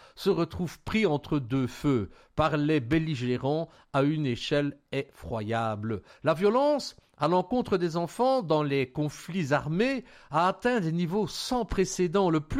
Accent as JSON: {"language": "French", "country": "Belgium", "said": "chez nous en Belgique"}